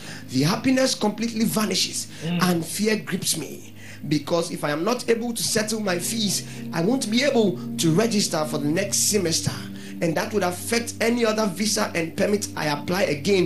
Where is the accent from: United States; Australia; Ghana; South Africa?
Ghana; moved away as an adult; now in Canada; I am a Ghanaian pharmacist, and for me to be able to practice in Canada, I need to pass an evaluation of my Ghanaian credentials.